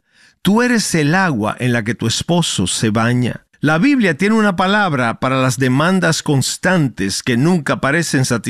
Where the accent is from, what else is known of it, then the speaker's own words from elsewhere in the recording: Edinburgh, Scotland, United Kingdom; now in ?; crecí en Edimburgo, en la costa este de Escocia.